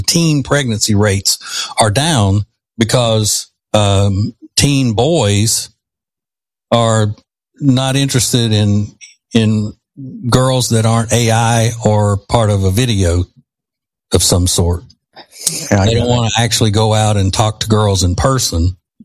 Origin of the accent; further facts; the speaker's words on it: Louisiana, United States; Because I'm from Louisiana.